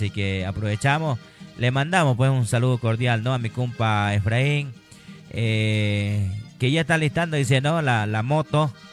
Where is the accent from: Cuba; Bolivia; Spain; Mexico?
Bolivia; Santa Cruz; now in Vallegrande, Bolivia; somos, pues, allá del Río Misque, ¿no? De la Pampa Negra.